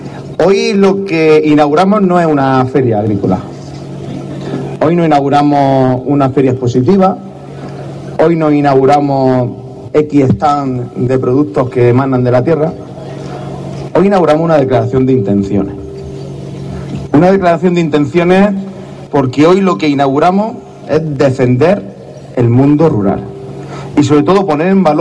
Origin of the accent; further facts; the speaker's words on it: María, Andalusia, Spain; yo no soy de Belerrubio, yo soy de María, de un pueblo vecino y hermano